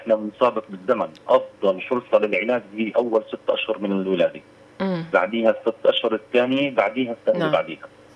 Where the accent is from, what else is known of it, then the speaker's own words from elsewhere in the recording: Palestine; عندنا في فلسطين